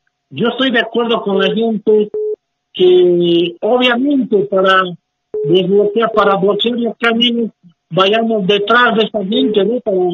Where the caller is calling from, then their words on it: El Alto, La Paz, Bolivia; De Sencata.